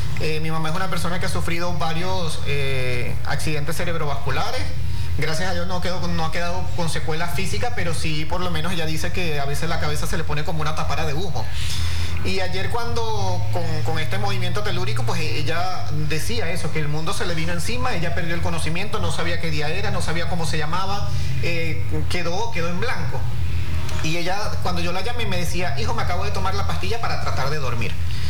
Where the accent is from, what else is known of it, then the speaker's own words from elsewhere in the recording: Venezuela; como venezolanos, ¿cómo voy a estar festejando por más kilómetros que tengamos de distancia?